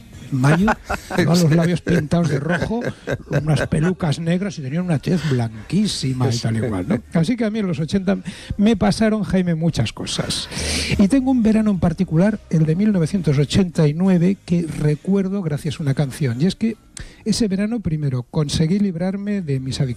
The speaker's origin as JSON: {"language": "Spanish", "region": "Mediterranean", "country": "Spain", "said": "Y es que, claro, yo soy del Mediterráneo."}